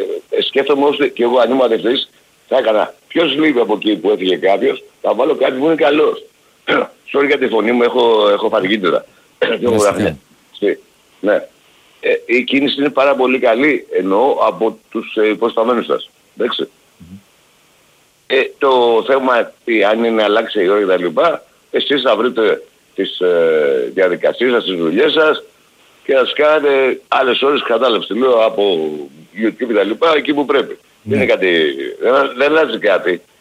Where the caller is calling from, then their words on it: Aigio, Western Greece, Greece; ποιος είμαι εγώ από το Αίγιο